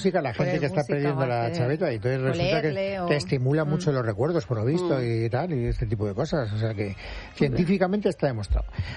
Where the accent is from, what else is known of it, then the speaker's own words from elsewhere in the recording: Castellón, Valencian Community, Spain; Pero este verano he estado en mi tierra, que es Castellón